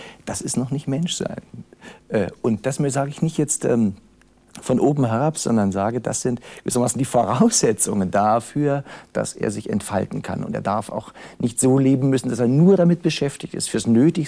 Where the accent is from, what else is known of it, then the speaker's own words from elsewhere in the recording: Germany; Ich bin an der Elbe groß geworden